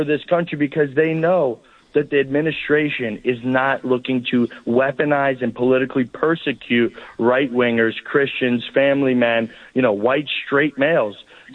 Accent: Honesdale, Pennsylvania, United States; I'll be in Honesdale, Pennsylvania, my hometown, on September 28th, this Monday.

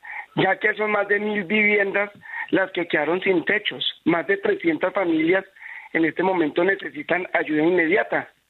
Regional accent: Montenegro, Quindío, Colombia; Yo soy de Montenegro, Quindío, un pueblo que fue azotado por el terremoto. Es el segundo municipio más afectado del Quindío

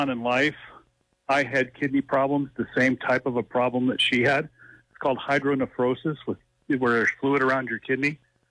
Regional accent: Roswell, New Mexico, United States; born there; I was born in 1961 in Roswell, New Mexico. Mm-hmm. My dad was stationed at Walker Air Force Base.

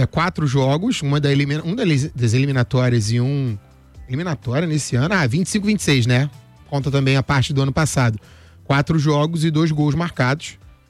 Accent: Rio de Janeiro, Brazil; lá no meu bairro é Bangu.

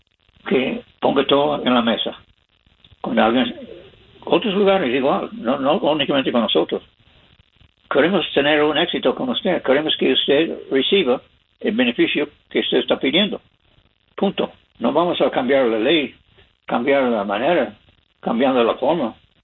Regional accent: Michigan, United States; Spanish is a second language; now in California, United States; yo nací aquí en California, pero fui criado en el estado de Michigan.

